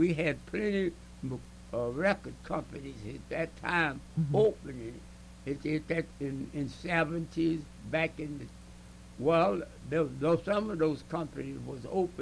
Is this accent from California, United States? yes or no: no; Arkansas, United States; born there; also born or lived in Wichita, Kansas; now in Holly Springs, United States; I was born in Arkansas.